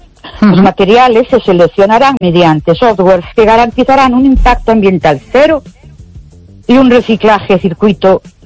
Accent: Ourense, Galicia, Spain; Buenas noches … de Orense.

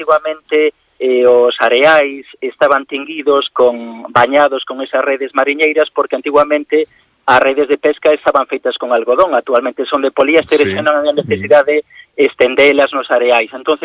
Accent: Galicia, Spain; pois como pobo galego, que autentifiquemos cada produto que poñemos no mercado con ese valor do deseño, sobre todo pois con esa etiqueta de deseño galego.

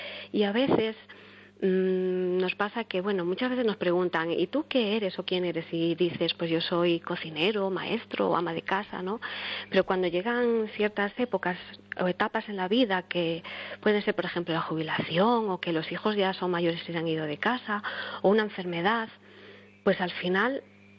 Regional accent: Galicia, Spain; la música, como buena gallega también siempre ha estado muy presente en mi vida

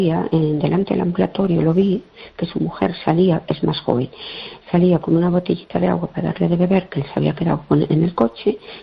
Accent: Fene, Galicia, Spain; Hola, buenas noches.

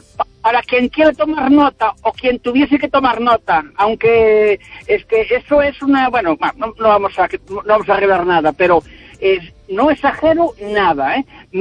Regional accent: Vilarmaior, Galicia, Spain; born there; now in O Burgo, Spain; yo nací en Vilarmayor y me gusta mucho, y es más, si no voy en dos o tres días, que está, bueno, son 30 kilómetros, parece que no estoy bien

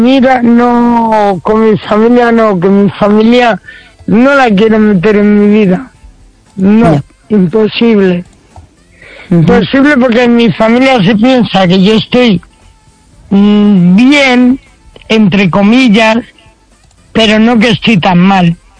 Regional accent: Madrid, Community of Madrid, Spain; De hecho, yo soy madrileña, pero de sangre andaluza y tengo mucha labia.

